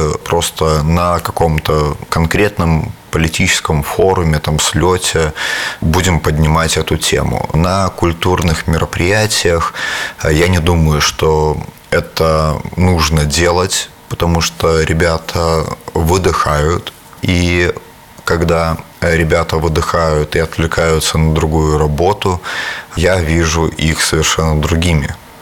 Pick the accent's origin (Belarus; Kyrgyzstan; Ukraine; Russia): Belarus; никто не забывает про то, что мы сделали и какой вклад в этой войне на стороне Украины мы сделали, как белорусы.